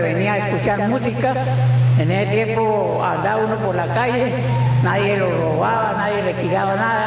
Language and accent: Spanish; Colombia; moved away as an adult; now in San Cristóbal, Venezuela; Yo soy colombiano.